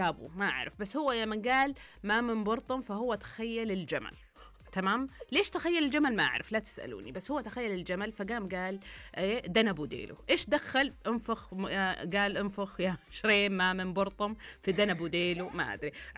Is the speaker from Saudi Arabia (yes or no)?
yes; Riyadh, Riyadh Province, Saudi Arabia; فكان عندنا في الرياض يعني في نجد، فالكل يتكلم نجدي.